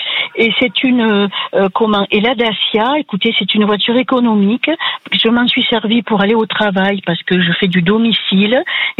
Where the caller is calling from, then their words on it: Alès, Occitanie, France; Moi je vous appelle d'Alès.